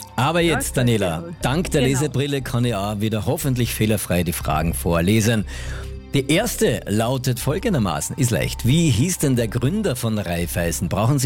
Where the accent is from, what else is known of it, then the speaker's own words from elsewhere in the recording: Carinthia, Austria; Wir sind ja Kärntner, gell?